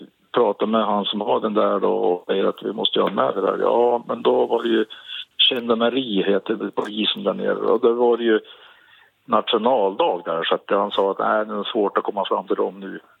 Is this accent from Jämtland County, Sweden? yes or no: yes; Jämtland County, Sweden; ja men solen här är väl ungefär som hemma i Jämtland